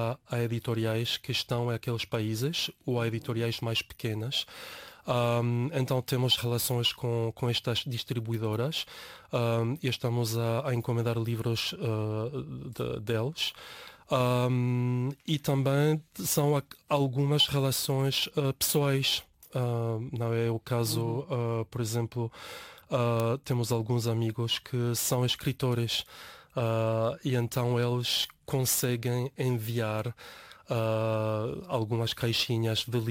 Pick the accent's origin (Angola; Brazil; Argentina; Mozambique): Argentina; Buenos Aires; moved away as an adult; also born or lived in United States / Canada / Costa Rica; now in Lisbon, Portugal; de Buenos Aires, onde nasci e cresci